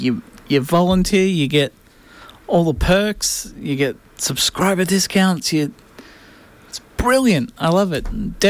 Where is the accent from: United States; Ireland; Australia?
Australia; Gold Coast, Queensland; now in Brisbane, Australia; Growing up on the Gold Coast, listening to radio every day. Then moved up to Brisbane